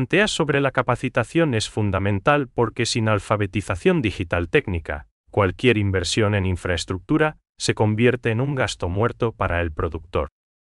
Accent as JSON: {"language": "Spanish", "country": "Paraguay", "said": "para nosotros como paraguayos"}